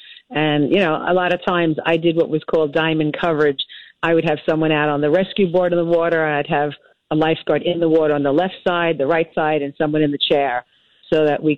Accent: Brooklyn, New York, United States; born or raised there

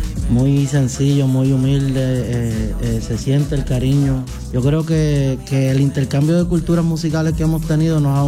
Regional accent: Bayamón, Puerto Rico; born there; Pues yo nací en el pueblo de Bayamón, Puerto Rico.

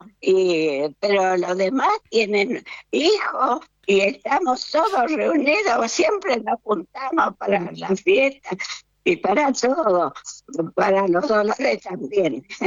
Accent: La Gallareta, Santa Fe, Argentina; Bueno, yo soy de La Gallareta, provincia de Santa Fe, al norte de Santa Fe

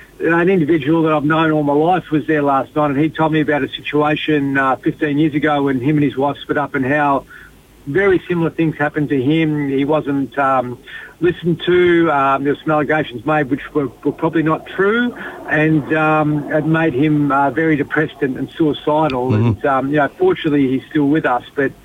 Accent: Horsham, Victoria, Australia; Yeah, I'm originally from Horsham

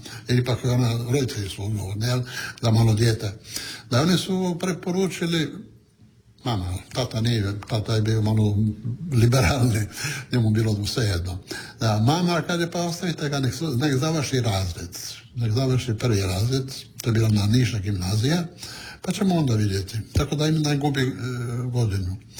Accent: Pula, Istria County, Croatia; first language Italian; Croatian is a second language; Mi smo u kući govorili italijanski, sada što je italijansku školu u Puli, Pučku, u centru Dante Alighieri

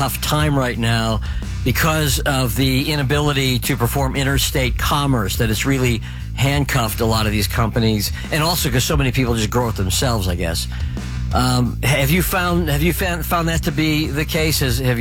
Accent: Chicago, Illinois, United States; Jim, I'm from Chicago, too.

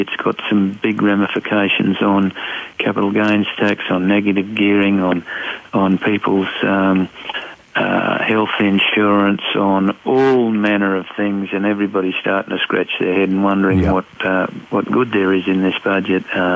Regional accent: Taroom, Queensland, Australia; So I've already reached out to many of the community members in Taroom, my hometown

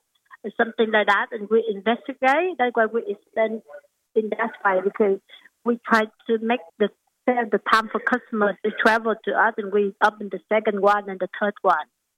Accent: Vietnam; English is a second language; moved away as an adult; now in Australia

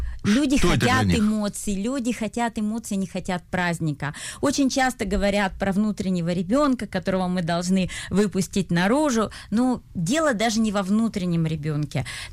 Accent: Southern Urals, Russia; moved away; я выросла на Южном Урале, и мой маленький городочек был окружен зонами

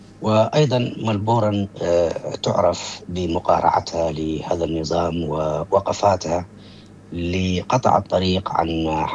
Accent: Eritrea; moved away as an adult; also born or lived in Sudan / Ethiopia / Djibouti / Yemen; now in Netherlands; شاب إريتري مسلم، ومريت بمراحل الدراسة الابتدائي والثانوي في إريتريا

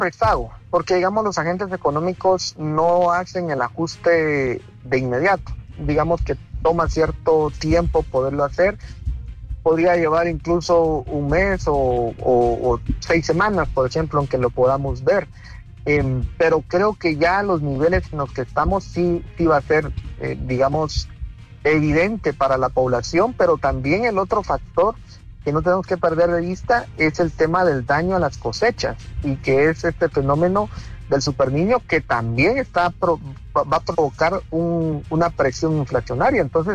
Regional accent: Guatemala; tenemos que comprender como guatemaltecos

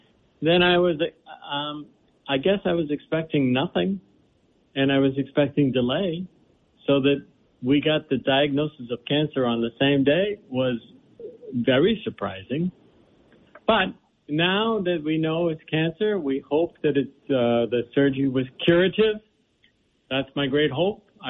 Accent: Boston, Massachusetts, United States; you might know I'm from Boston.

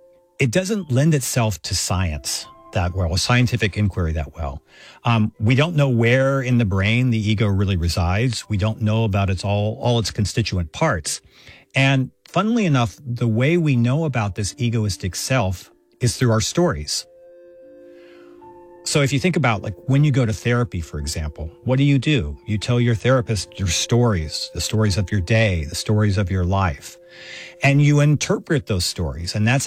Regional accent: Texas, United States; Well, one of my favorite stories about this is I grew up in Texas, and even though I grew up in Ho

